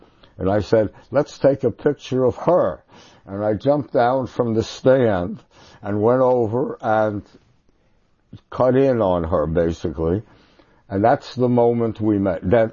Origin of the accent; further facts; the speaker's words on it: New York City, New York, United States; Oh, I grew up on Central Park West and 94th Street. Then I went to Princeton.